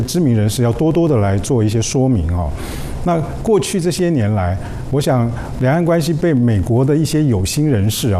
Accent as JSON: {"language": "Chinese", "country": "Taiwan", "said": "我们台湾人民"}